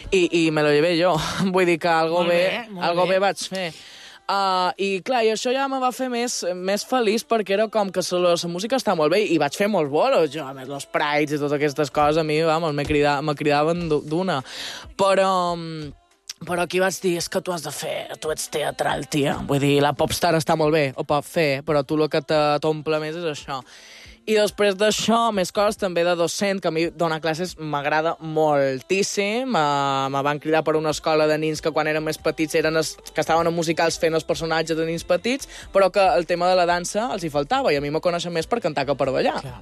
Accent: Mallorca, Balearic Islands, Spain; moved away

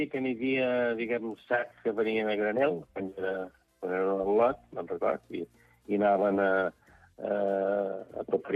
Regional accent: Santa Eulària des Riu, Balearic Islands, Spain; Som de Sant Eulari, no som de Sant Joan.

